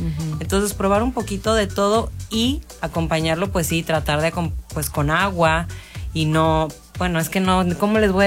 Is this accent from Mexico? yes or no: yes; Mexico; somos mexicanos y todo sí